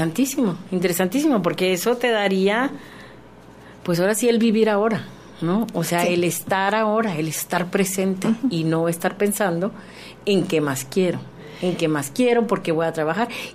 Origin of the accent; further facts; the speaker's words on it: Mexico; Y aquí como mexicanos